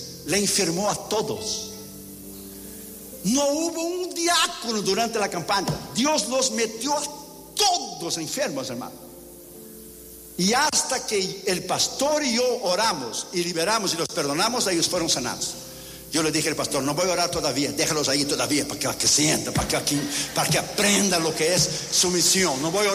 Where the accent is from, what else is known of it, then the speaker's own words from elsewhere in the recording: Brazil; moved away; yo soy de un tiempo, de la escuela dominical cuando era niño en Brasil.